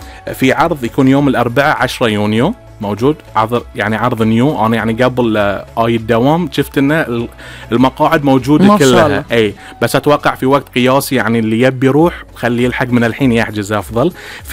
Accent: Bahrain; احنا كبحرينيين

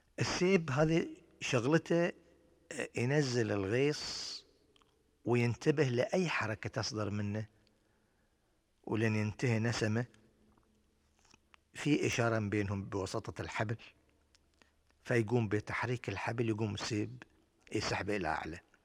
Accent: Bahrain

